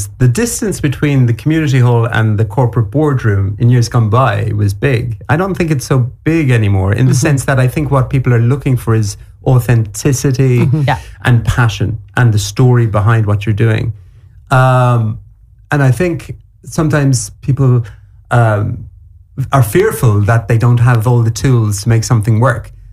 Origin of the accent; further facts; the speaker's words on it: Kerry, Munster, Ireland; I'm from Kerry